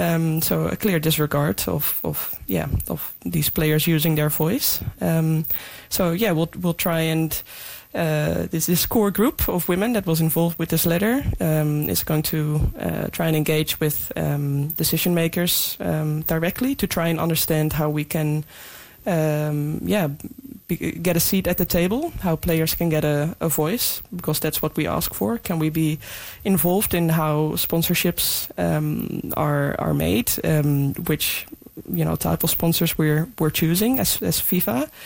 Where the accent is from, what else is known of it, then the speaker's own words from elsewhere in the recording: Netherlands; I think growing up there wasn't growing up in the Netherlands playing football there.